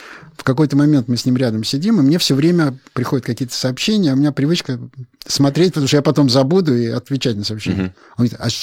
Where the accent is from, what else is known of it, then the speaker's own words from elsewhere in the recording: Saint Petersburg, Russia; now in Moscow, Russia; я как питерский человек, мне, в принципе, нравится рюмочная, и у меня была большая традиции их посещения и так далее. И я думаю, ну как же так, в Москве нету рюмочных.